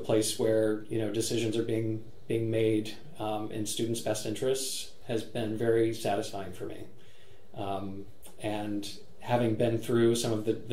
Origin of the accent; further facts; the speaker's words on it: North Carolina, United States; I came up from North Carolina for two of the summer programs that were here.